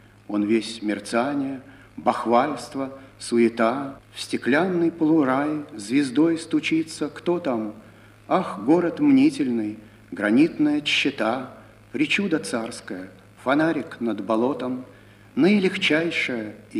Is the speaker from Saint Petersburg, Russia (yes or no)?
yes; Saint Petersburg, Russia; moved away as an adult; now in United States; Родился я в Ленинграде. В 1940 году закончил Ленинградский университет, факультет германской филологии.